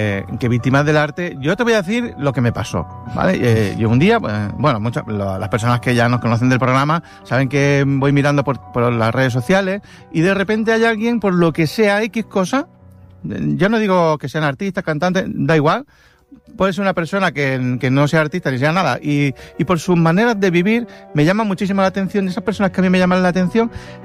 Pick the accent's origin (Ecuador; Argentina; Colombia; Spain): Spain; Ripollet, Catalonia; que soy de Ripollet